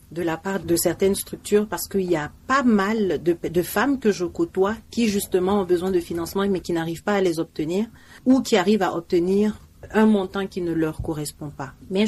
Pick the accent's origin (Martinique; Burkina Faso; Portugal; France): Burkina Faso; now in Togo; En tant que Burkinabé résident au Togo